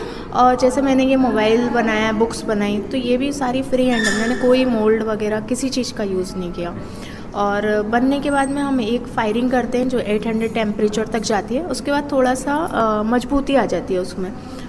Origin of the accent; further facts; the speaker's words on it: Gwalior, Madhya Pradesh, India; मैं सीखकर तो अपने ग्वालियर से ही आई थी।